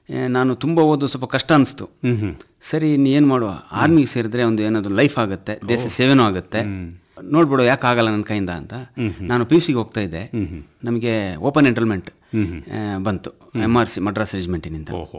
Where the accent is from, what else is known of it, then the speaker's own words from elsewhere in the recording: Kodagu, Karnataka, India; ಹಾಗೆ ನಾವು ಕೊಡಗಿನಿಂದ 59 ಮೆಂಬರ್ಸ್ ಅನ್ನು ಸೆಲೆಕ್ಷನ್ ಆಗಿದ್ದು.